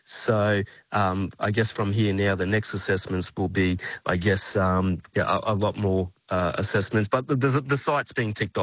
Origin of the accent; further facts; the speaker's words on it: Rockhampton, Queensland, Australia; I'm born and bred in Rockhampton. I've grown up water skiing up there in where the river is.